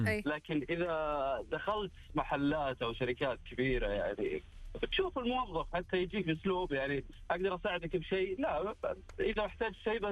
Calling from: Riyadh, Riyadh Province, Saudi Arabia; من الرياض.

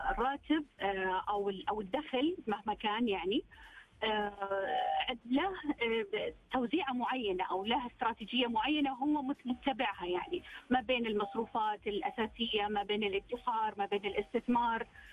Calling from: Riyadh, Riyadh Province, Saudi Arabia; أنا فيك من الرياض.

